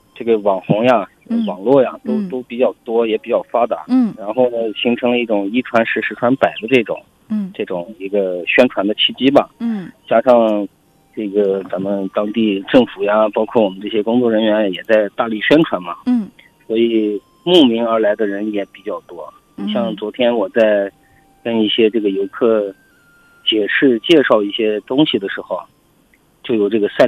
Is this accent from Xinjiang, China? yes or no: yes; Xinjiang, China; 我是在咱们清德里镇的这个清德里中村土生土长的本地人。